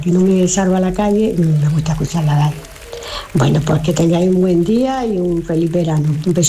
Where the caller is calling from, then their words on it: Granada, Andalusia, Spain; de Granada.